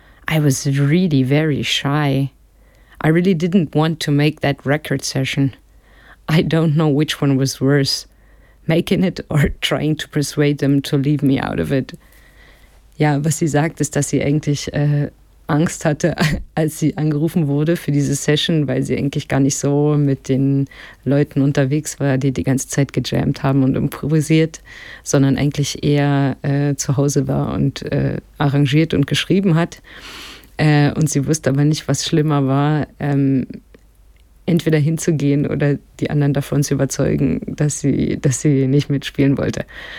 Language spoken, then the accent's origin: German; Germany; accent: very German (in English); Entschuldigung für meinen sehr deutschen Akzent beim Englisch vorlesen.